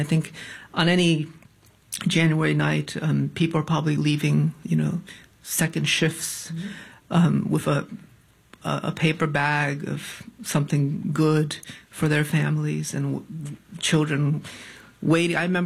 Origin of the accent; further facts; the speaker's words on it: Connecticut, United States; So when I came to New York to go to school, I told folks, I'm from Connecticut